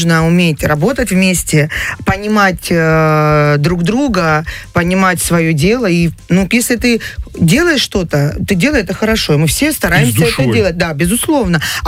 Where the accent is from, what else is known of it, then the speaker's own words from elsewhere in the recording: Krasnodar Krai, Russia; наша кубанская душа